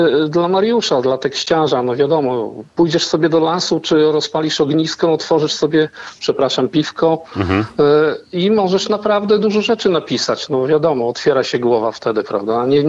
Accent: Kętrzyn, Warmian-Masurian Voivodeship, Poland; Ja jestem z Kętrzyna, także to jest jakieś 30 kilometrów od Węgorzewa. To jeden rejon.

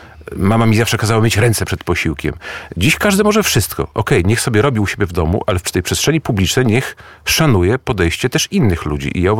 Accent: Warsaw, Masovian Voivodeship, Poland; born there; lubię Warszawę. Jestem stąd. Urodziłem się tutaj

